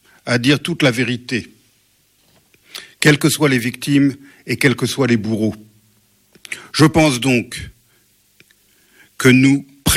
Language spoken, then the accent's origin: French; Rwanda; Je suis né au Rwanda, j'y suis depuis mon enfance.